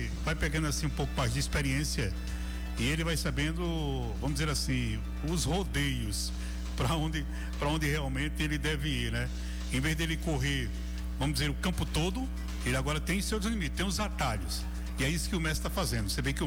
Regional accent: Brazil; nós temos que ser realmente o que somos, brasileiro.

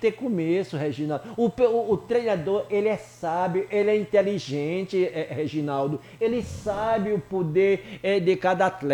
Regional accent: Muritiba, Bahia, Brazil; Eu sou brasileiro. Hoje eu sou muritibano

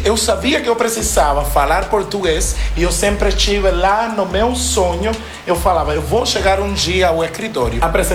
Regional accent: Cuba; Portuguese is a second language; moved away as an adult; now in Brazil

